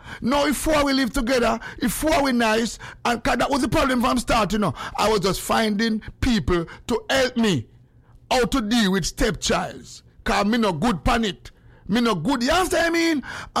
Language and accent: English; Jamaica; And no, we come from here and we come from Jamaica with this, you know.